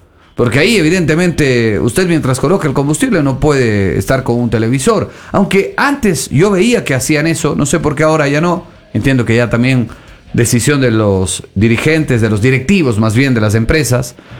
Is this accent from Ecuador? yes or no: yes; Ecuador